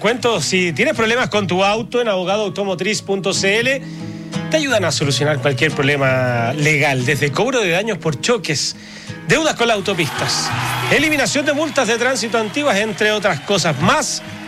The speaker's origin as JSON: {"language": "Spanish", "town": "Retiro", "region": "Maule", "country": "Chile", "said": "Yo soy de por ahí cerquita, Retiro, está región del Maule también. Hay un poquito más, como 40 minutos más al sur."}